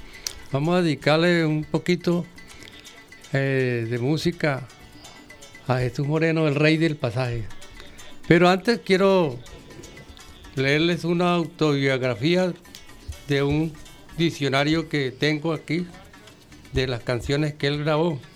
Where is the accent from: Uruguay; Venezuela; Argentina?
Venezuela; San Juan de Apure, Apure; empezando con decir que nací en San Juan de Apure un 18 de marzo de 1950.